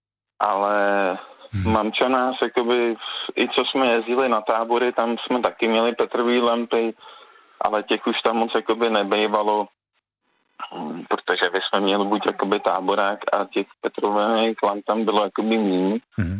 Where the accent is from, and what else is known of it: Děčín, Ústí nad Labem Region, Czechia; born there